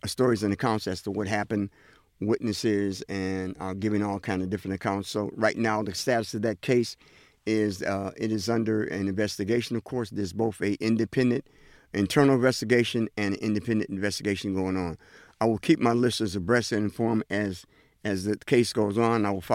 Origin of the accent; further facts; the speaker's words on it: New York, United States; And being I'm a Yankee man, I'm a New Yorker, faithful, I got to be faithful to my Yankees.